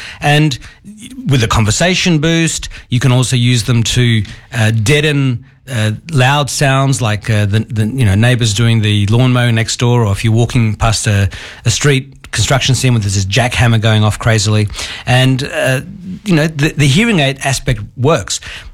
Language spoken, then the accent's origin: English; Australia; born there; being born in Australia with my English as my mother tongue, and I went to the French school, I speak better French than I speak Russian.